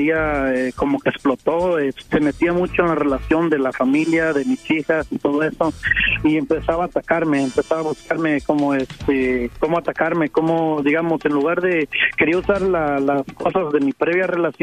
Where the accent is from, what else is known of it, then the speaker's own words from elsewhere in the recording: Mexico; No, yo soy mexicano.